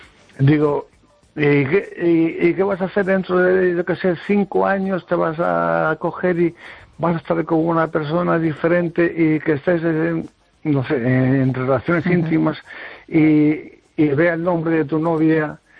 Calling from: Lugo, Galicia, Spain

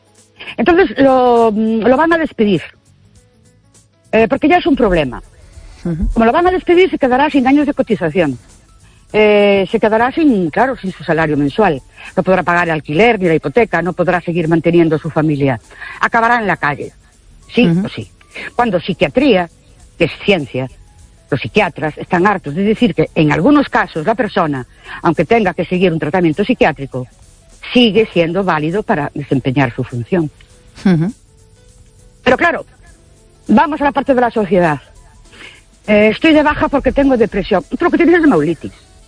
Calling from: Ourense, Galicia, Spain; de Orense.

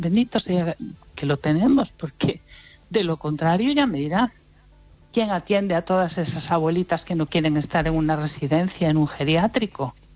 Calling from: Lugo, Galicia, Spain

